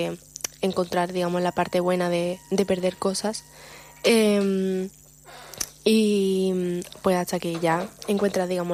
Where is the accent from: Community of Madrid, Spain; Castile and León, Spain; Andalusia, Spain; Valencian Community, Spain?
Andalusia, Spain; Málaga; yo soy malagueña, ¿no? Pero ya además, pues siempre he vivido pues muy cerquita del mar.